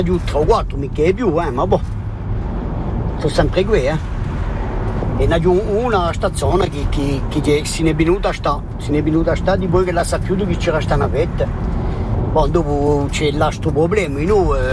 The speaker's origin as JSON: {"language": "Italian", "town": "Vezzani", "region": "Corsica", "country": "France", "said": "Io sono mica qui, io sono di Vezzani e quando posso collo, eh."}